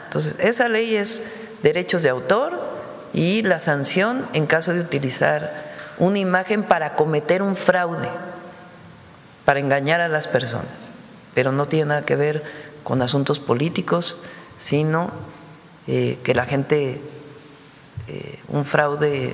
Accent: Mexico; porque somos mexicanos y porque soy la presidenta de México.

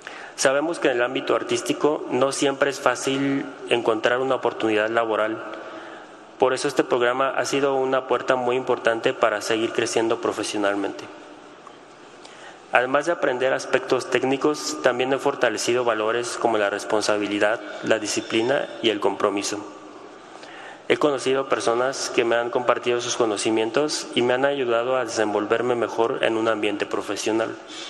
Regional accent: Mérida, Yucatán, Mexico; moved away as an adult; now in Xalapa, Mexico; Yo soy originario de Mérida, Yucatán, pero hace un tiempo decidí venir aquí a Xalapa, ya que es una ciudad, con mucha actividad cultural y artística

